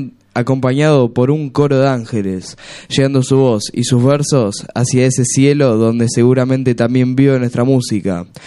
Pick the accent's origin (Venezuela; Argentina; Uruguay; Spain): Uruguay; Soy uruguayo y me saco el sombrero ante